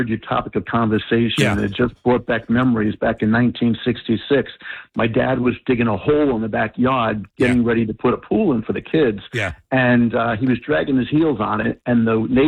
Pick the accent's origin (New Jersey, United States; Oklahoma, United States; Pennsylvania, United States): New Jersey, United States; I'm born and raised in New Jersey.